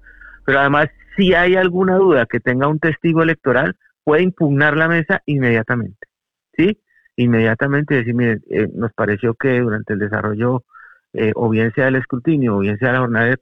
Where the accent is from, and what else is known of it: Colombia